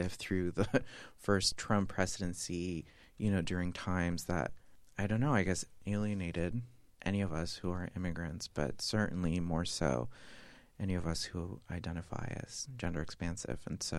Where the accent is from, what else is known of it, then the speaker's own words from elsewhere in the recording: Ecuador; now in United States; I had, of course, experienced it before as a kid growing up in Ecuador